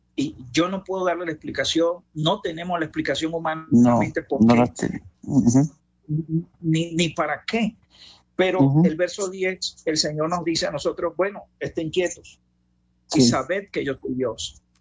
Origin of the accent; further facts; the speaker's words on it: Venezuela; nosotros como venezolanos estamos creciendo en el carácter